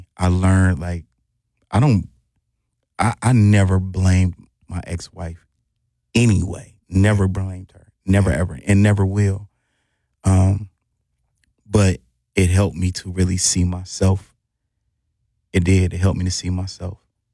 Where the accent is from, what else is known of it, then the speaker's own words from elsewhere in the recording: Milwaukee, Wisconsin, United States; I'm from Milwaukee.